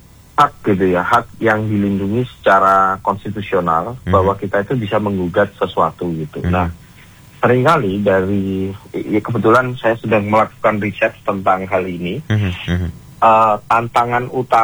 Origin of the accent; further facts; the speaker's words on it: Malang, East Java, Indonesia; kita warga Kota Malang